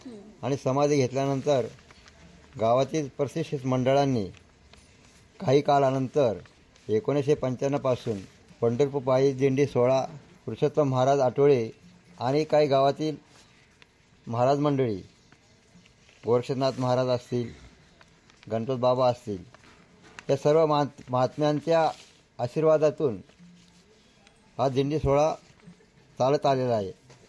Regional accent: Maharashtra, India; माझं गाव सडगाव आहे

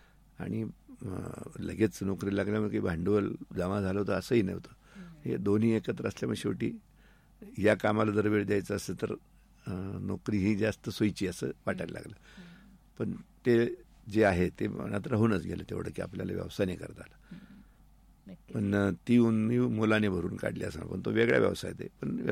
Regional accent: Belapur, Maharashtra, India; moved away as an adult; also born or lived in Dhule / Rahuri; now in Ahmednagar, India; नगरमध्ये सुद्धा राहुरीतून येत होतो, कारण माझं गाव बेलापूर होतं. मी नगरमध्ये रिटायरमेंट नंतर राहायला आलो. राहुरीत बेलापूरहूनच सुरुवातीला बदली राहुरीला झाल्यानंतर अपडाऊन करत होतो दोन तीन वर्ष. नंतर मला तिथं क्वार्टर मिळालं, मी तिथेच क्वार्टरमध्ये राहिलो

